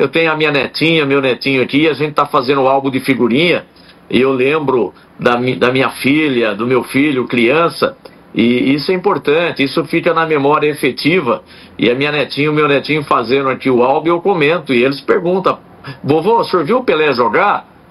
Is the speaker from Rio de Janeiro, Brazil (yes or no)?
no; Sumaré, São Paulo, Brazil; Eu passei a minha infância, eu nasci em Campinas, Sumaré, ao lado de Campinas, aqui onde eu resido